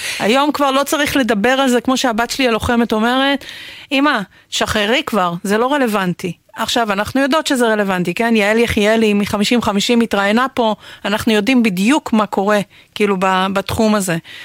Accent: South Africa; now in Israel; אני גדלתי בבתי כנסת שבהם לאישה אסור היה לגעת בספר תורה. ואני זוכרת שישבתי בבית הכנסת בדרום אפריקה בתור ילדה.

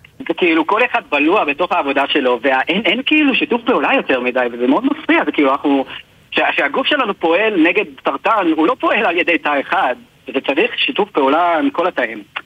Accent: Beit Shemesh, Jerusalem District, Israel; אני נולדתי, גדלתי בבית שמש, להורים אמריקאים.

